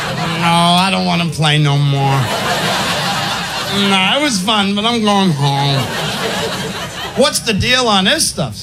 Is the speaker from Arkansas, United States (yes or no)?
no; New York, United States; Oh, no, I'm from New York. Maybe just let me hold my breath. You know, we're from New York. New Yorkers, we don't swim.